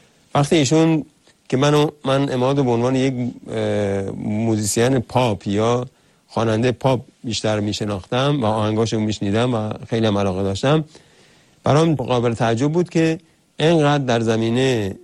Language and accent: Persian; Khorramabad, Lorestan, Iran; به شهر زادگاه من خرم‌آباد